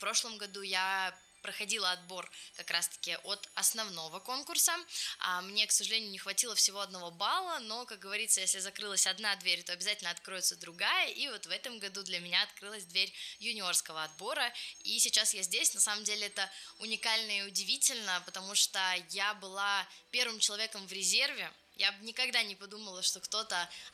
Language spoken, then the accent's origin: Russian; Moscow Oblast, Russia; Я из Московской области